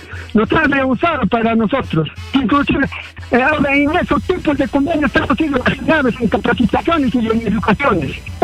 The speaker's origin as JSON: {"language": "Spanish", "town": "Morococha", "region": "Junín", "country": "Peru", "tie": "born or raised there", "said": "nosotros hemos llegado muy antes de la minera, porque yo soy nacido en Morococha. Yo he nacido, he crecido."}